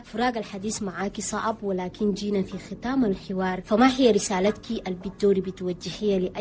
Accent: Chad; بلدنا تشاد هي أمنا،

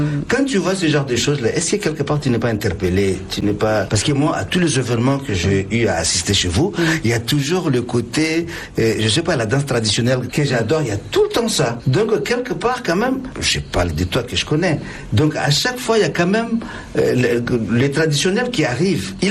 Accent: Chad; on a envie aussi de nous sentir tchadiens avec nos choses.

